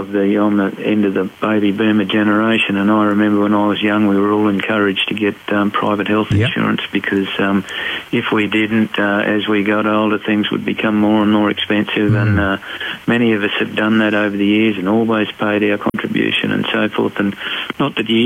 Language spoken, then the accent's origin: English; Taroom, Queensland, Australia; So I've already reached out to many of the community members in Taroom, my hometown